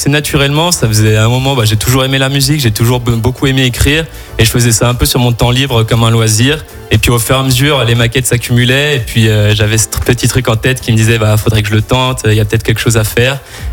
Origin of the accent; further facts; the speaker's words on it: Saint-Étienne, Auvergne-Rhône-Alpes, France; C'est ça, je viens de Saint-Étienne, je suis né à Saint-Étienne, mes grands-parents ont grandi ici aussi.